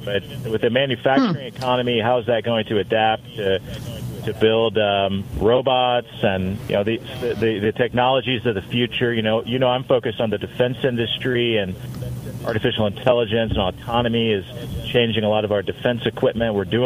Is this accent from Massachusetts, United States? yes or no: no; Columbia City, Indiana, United States; And I think about my hometown, Columbia City, and the types of businesses that we're attracting.